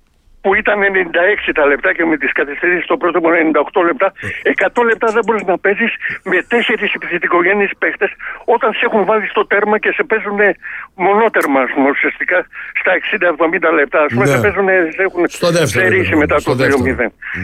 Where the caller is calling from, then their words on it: Attica, Greece; από τα Βόρεια Προάστια.